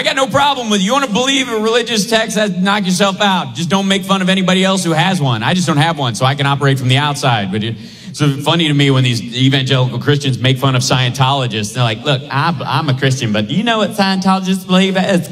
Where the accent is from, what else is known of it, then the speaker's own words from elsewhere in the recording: Kentucky, United States; I grew up in Kentucky, and I was driven away from it early on by the Noah's Ark story, actually.